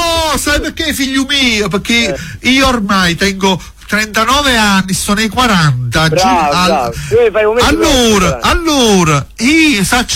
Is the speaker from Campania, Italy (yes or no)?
yes; Torre del Greco, Campania, Italy; born there; Io sono nato a Torre del Greco.